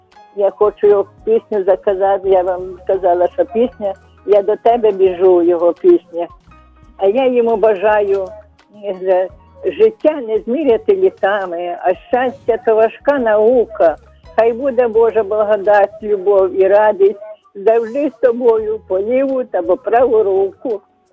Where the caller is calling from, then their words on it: Kyiv, Ukraine; Я з Києва